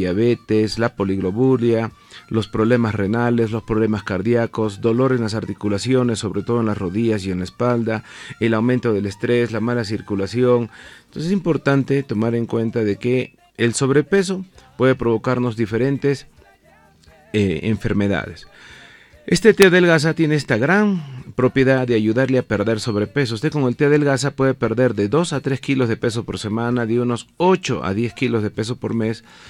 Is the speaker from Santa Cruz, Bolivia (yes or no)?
no; Tarija, Bolivia; soy médico farmacólogo, médico fitoterapeuta, médico naturista. Yo vengo desde la ciudad de Tarija.